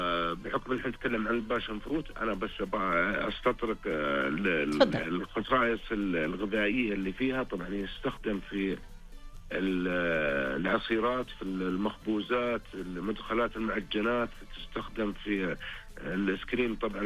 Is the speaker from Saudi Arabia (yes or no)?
yes; Saudi Arabia; احنا كسعوديين